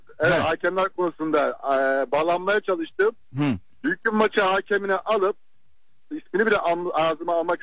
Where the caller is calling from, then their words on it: Istanbul, Turkey; ben İstanbul'dan.